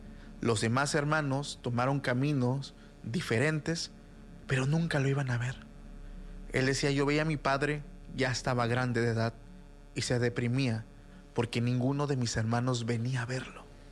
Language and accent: Spanish; Mexico; Los que somos mexicanos